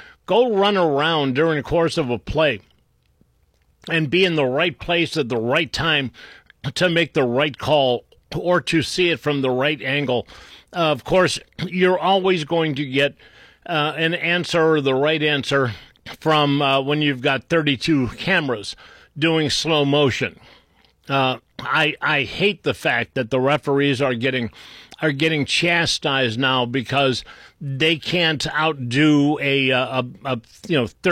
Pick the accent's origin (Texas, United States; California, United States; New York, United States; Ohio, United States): Ohio, United States; Cleveland; But, you know, I grew up in Cleveland, and I loved having people show up at practice, even if it meant that I didn't get lunch.